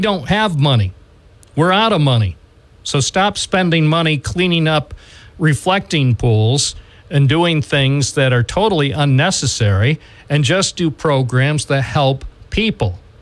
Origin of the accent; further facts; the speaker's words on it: United States; as an American who pays lots of taxes